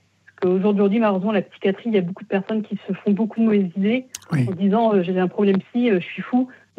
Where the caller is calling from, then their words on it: Pays de la Loire, France; Alors moi, je vous appelle de la Mayenne, la Mayenne, la Sarthe et le Maine-et-Loire, un peu. Je suis un peu entre les trois départements.